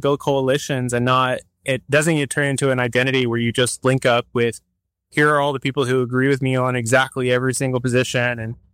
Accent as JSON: {"language": "English", "region": "Texas", "country": "United States", "tie": "born there", "said": "You know, like, I was born in Texas. I know like how reactionary people can get."}